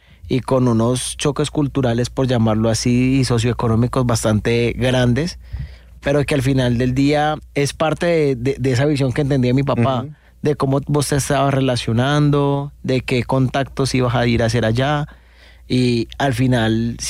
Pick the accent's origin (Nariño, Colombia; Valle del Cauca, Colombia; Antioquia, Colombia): Valle del Cauca, Colombia; Cali; Yo soy del sur de Cali. Desde el barrio Limonar, pues viví muy pequeño en el norte, pero fue pasajero. Ajá. Y ya radicado en el sur de Limonar, y ahí ya fuimos yéndonos un poquito más para el sur.